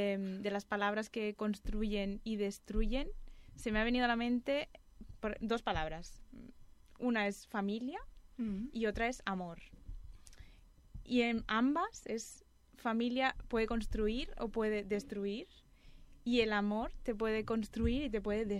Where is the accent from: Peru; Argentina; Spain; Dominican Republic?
Spain; Calafell, Catalonia; also born or lived in Uruguay / Barcelona; yo soy uruguaya y crecí aquí, bueno, de hecho crecí en Calafell y luego me mudé a Barcelona y luego volví a Calafell.